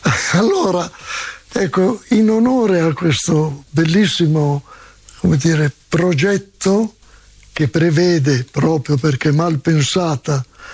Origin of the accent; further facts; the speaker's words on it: Bergamo, Lombardy, Italy; born there; Io sono nato a Bergamo